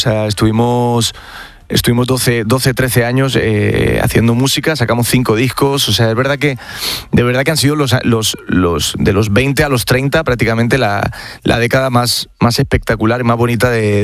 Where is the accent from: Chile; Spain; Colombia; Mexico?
Spain; pero bueno, de primera mano en España, en mi país, abrazó la primera canción que saqué, que se llamaba … con mi banda